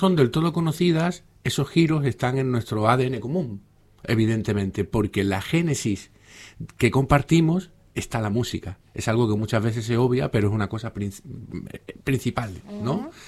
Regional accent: Málaga, Andalusia, Spain; born there; mi paisano Pablo Picasso, ¿no? Que es de Málaga, de la ciudad donde yo nací

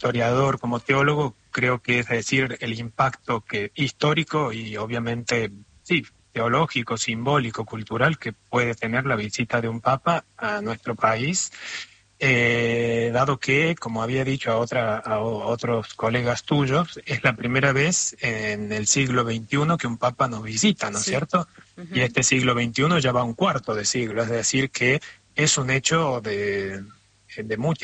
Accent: Córdoba, Argentina; now in Italy; Soy cordobés, y no sé si se siente la tona.

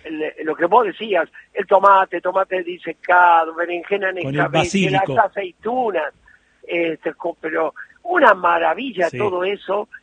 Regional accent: Boulogne Sur Mer, Buenos Aires Province, Argentina; also born or lived in Barracas, Buenos Aires; yo nací en Barracas, pero me crié en Boulogne. En Boulogne, cuando yo fui a vivir ahí, era un lugar muy descampado y había una gran cantidad de italianos.

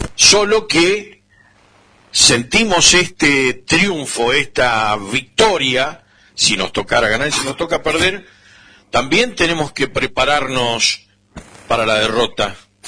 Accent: Argentina; Somos todos iguales. Somos argentinos.

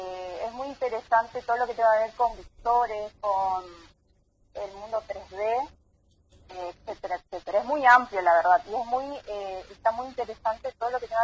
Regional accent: San Pedro, Misiones, Argentina; Yo soy de San Pedro.

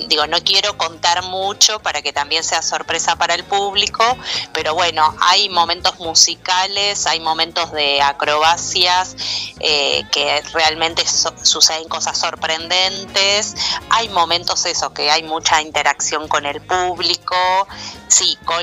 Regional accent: Traslasierra, Córdoba, Argentina; Juntas somos la dudosa compañía, que somos de Tras la Sierra

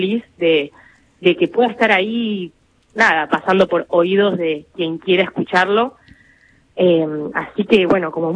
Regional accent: Capilla del Monte, Córdoba, Argentina; agarrar las raíces de donde vengo, como contabas recién ahí, Capilla del Monte, un hermoso pueblo de naturaleza que da mucho espacio a la introspección

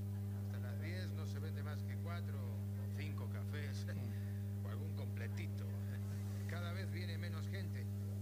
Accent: Spain; moved away as an adult; Y eso que soy español y que tengo a toda mi familia allá.

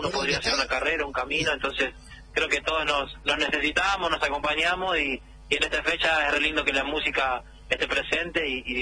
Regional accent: Argentina; me siento un argentino ferviente

